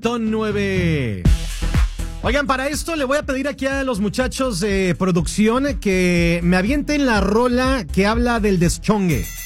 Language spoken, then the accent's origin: Spanish; Mexico; como buenos mexicanos que somos